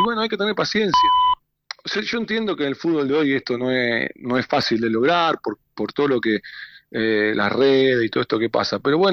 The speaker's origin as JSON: {"language": "Spanish", "country": "Argentina"}